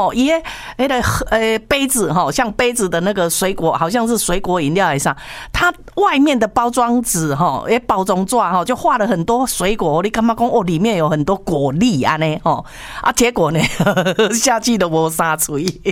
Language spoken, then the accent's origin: Chinese; Taiwan; 我们台湾人